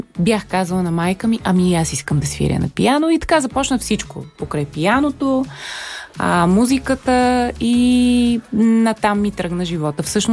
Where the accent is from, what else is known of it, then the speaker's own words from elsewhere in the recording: Isperih, Razgrad Province, Bulgaria; Аз съм от Исперих, след това с майка ми живеехме в Разград, тъй като тя беше съдия в Разградския съд.